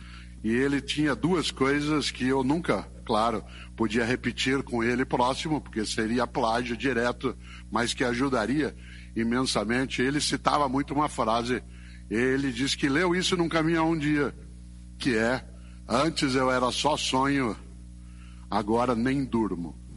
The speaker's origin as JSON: {"language": "Portuguese", "town": "Londrina", "region": "Paraná", "country": "Brazil", "tie": "born or raised there", "said": "eu nasci em Londrina, no norte do Paraná, no ano de 1954. E eu nasci no dia 5 de março."}